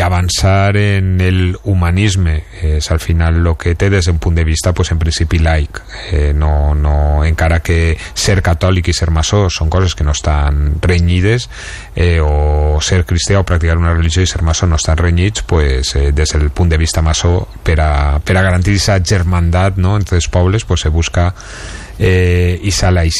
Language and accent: Catalan; Valencian Community, Spain; Doncs pues mira, una altra notícia trista que hem tingut aquest estiu i ja com a valencians és la pèrdua del tresor de Villena